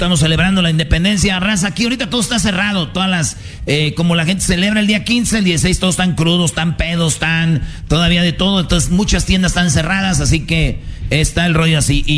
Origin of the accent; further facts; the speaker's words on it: Mexico; Oye, ¿cómo somos los mexicanos, Choco?